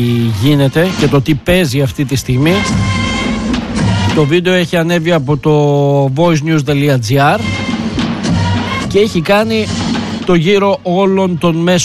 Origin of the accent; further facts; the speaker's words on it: Greece; μας έχετε κάνει να ντρεπόμαστε να λέμε που ότι είμαστε Έλληνες.